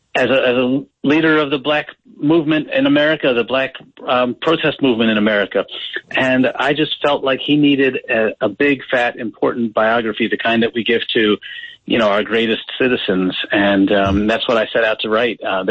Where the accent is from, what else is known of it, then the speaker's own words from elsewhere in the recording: New York, United States; As a kid growing up in New York, I had his poster over my bed